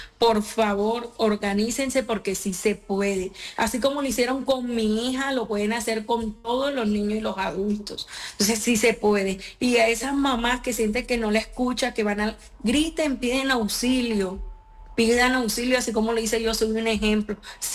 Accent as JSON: {"language": "Spanish", "area": "Ciénaga, Santa Marta", "region": "Magdalena", "country": "Colombia", "moved": "as an adult", "lives_now": "Medellín, Colombia"}